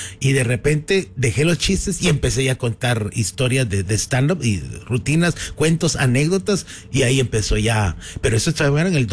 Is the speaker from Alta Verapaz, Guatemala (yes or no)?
no; Zacapa, Guatemala; Tal vez por ser de Zacapa, me ha gustado contar cuentos, chistes, historias.